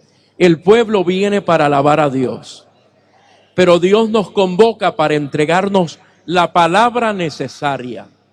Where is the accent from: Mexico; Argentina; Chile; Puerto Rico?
Puerto Rico; Todos reciben saludos de mi tierra, Puerto Rico.